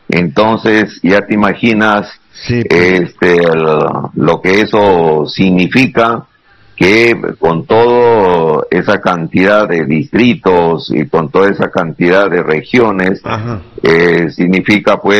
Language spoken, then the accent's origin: Spanish; Amazonas, Peru; como peruanos, como amazoneses